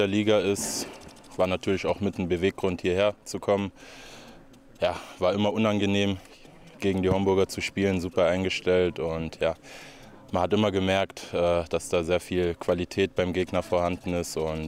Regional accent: Saarbrücken, Saarland, Germany; born there; gebürtiger Saarbrücker oder Saarländer, also Saarland schönste Bundesland in Deutschland.

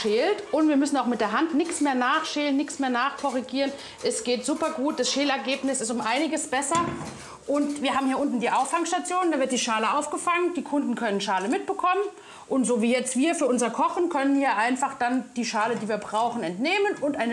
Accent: Gerolzheim, Bavaria, Germany; ich komme ja auch aus Gerolzheim

